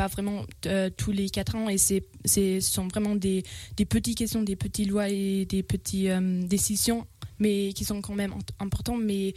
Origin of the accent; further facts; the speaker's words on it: Zurich, Switzerland; accent: Zurich dialect; French is a second language; c'est pas la dialecte que je parle en Zurich